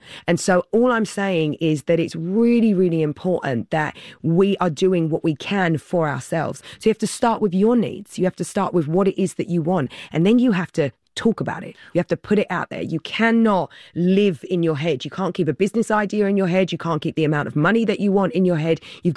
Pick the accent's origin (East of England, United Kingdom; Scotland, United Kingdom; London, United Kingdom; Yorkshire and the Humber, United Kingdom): London, United Kingdom; now in Los Angeles, United States; I don't live in England anymore. And I think that was a major trade-off for me because I'm such a Londoner.